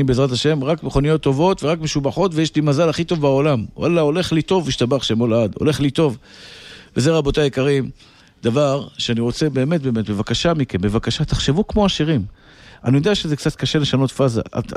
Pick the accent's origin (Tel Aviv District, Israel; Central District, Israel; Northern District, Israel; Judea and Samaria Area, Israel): Tel Aviv District, Israel; Tel Aviv; נולדתי בשכונת התקווה. בית מאוד קטן.